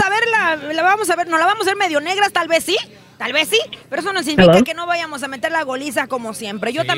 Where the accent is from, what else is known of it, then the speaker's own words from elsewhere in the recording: Mexico; mi querido Mono y Don Cheto, como somos los mexicanos.